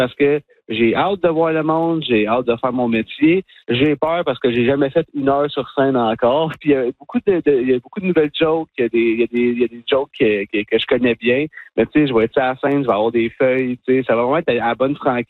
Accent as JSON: {"language": "French", "town": "Gatineau", "region": "Quebec", "country": "Canada", "said": "parce que je viens de Gatineau, fait que je vais voir mes amis, mon monde qui vont venir m'encourager"}